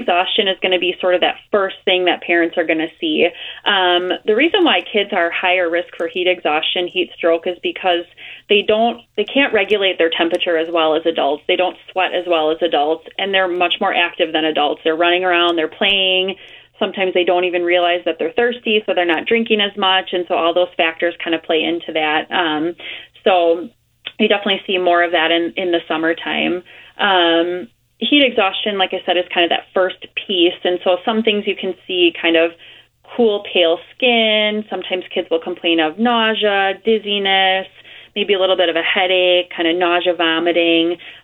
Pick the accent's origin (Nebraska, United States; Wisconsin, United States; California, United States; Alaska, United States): Wisconsin, United States; Fox Valley; So I grew up in the Fox Valley